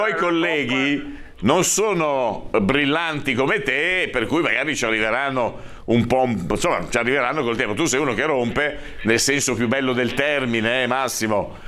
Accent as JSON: {"language": "Italian", "town": "Savona", "region": "Liguria", "country": "Italy", "said": "la patrona di Savona, quindi diciamo la mia città"}